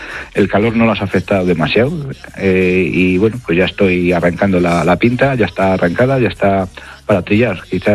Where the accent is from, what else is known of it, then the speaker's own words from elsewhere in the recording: Melgar de Fernamental, Castile and León, Spain; Hoy desde Melgar, desde mi pueblo.